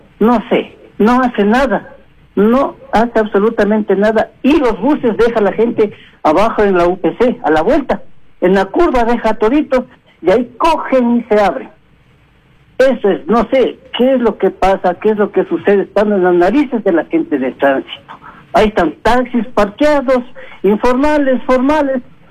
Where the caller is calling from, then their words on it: Quito, Pichincha, Ecuador; yo vivo en Calderón, aquí en la entrada Carapungo